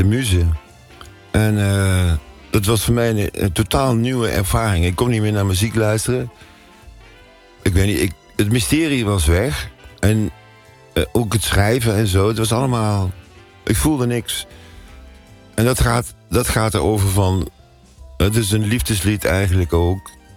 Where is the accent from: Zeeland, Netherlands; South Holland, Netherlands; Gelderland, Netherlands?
Gelderland, Netherlands; Nijmegen; Ik kom uit Nijmegen.